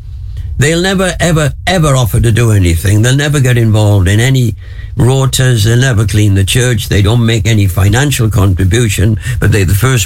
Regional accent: Wales, United Kingdom; When I was growing up in Wales

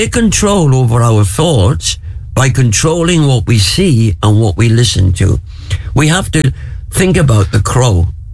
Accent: Wales, United Kingdom; When I was growing up in Wales, we'd go up into the mountain.

